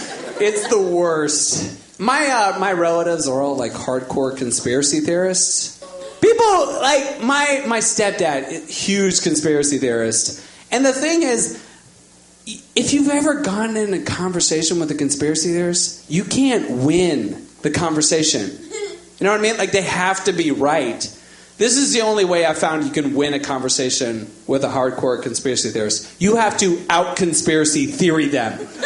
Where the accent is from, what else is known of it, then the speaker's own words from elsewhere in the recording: Virginia, United States; I'm from Virginia, the South.